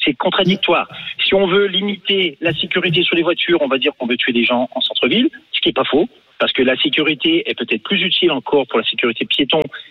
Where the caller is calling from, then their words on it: Lyon, Auvergne-Rhône-Alpes, France; je suis sur Lyon